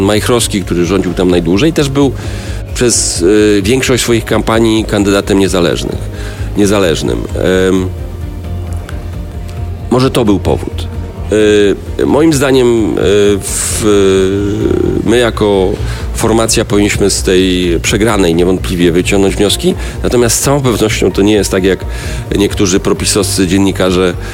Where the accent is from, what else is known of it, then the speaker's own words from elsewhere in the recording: Poznań, Greater Poland Voivodeship, Poland; Ja jestem z Poznania, nie z Krakowa